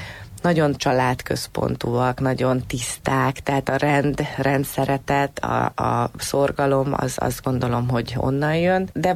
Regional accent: Madaras, Bács-Kiskun, Hungary; Én a Bácskában, Madarason, a szerb határon, akkor még jugoszláv határ volt, amikor ott gyerekeskedtem, ott nőttem fel. Ez egy sváb-magyar település. A környékben az összes többi település délszláv, sváb és magyar, tehát hármas, nálunk Madarason csak svábok és magyarok

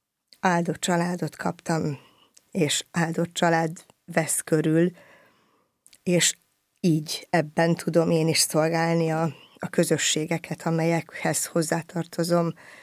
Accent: Kaposvár, Somogy, Hungary; born there; Egyedüli gyermekként nőttem föl, és a kaposvári Jézus Szíve templomhoz kötnek az első énekes élmények is.

